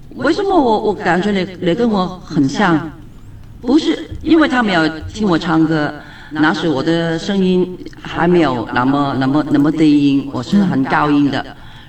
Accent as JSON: {"language": "Chinese", "country": "Hong Kong", "moved": "as an adult", "lives_now": "Singapore", "said": "，我在过来新加坡之前"}